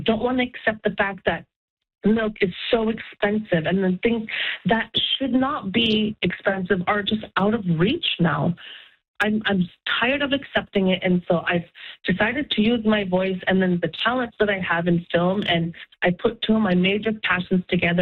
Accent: Iqaluit, Nunavut, Canada; This is my hometown. I'm from here

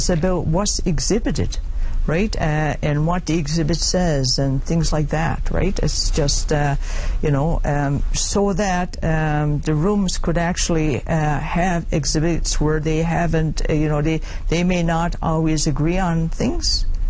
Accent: Makkovik, Newfoundland and Labrador, Canada; I'm from Northern Labrador. I'm born and raised in Mokovic. You know, I am a member of Nunatsivut Inuit. I'm mixed heritage, but I consider myself as Indigenous.

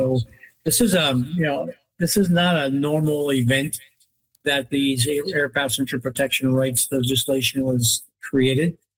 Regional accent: Canada; We as a Canadian society have accepted

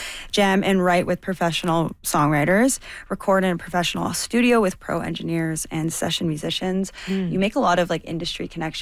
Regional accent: Thunder Bay, Ontario, Canada; And I came from Thunder Bay, which is technically a city, but this is where the music industry operates. You need to kind of be here.

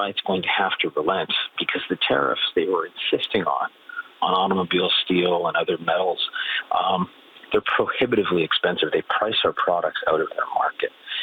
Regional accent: Canada; And I'm not saying that, you know, because I'm Canadian

